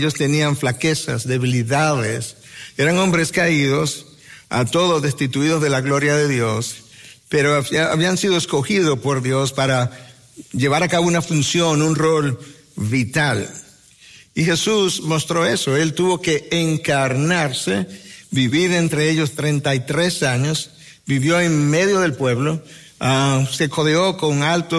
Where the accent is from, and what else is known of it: Dominican Republic